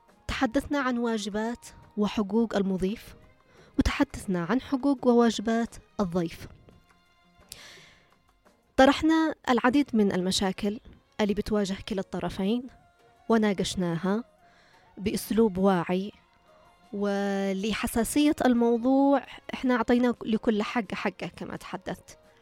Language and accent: Arabic; Yemen; نحن كشعب يمني